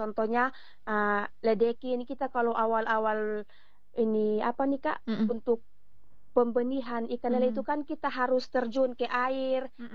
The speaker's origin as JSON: {"language": "Indonesian", "region": "East Nusa Tenggara", "country": "Indonesia", "said": "di desa kami, Desa Kesetanan"}